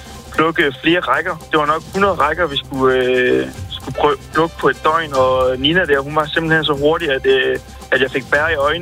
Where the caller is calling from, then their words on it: Holbæk, Zealand, Denmark; Jeg er fra Holbæk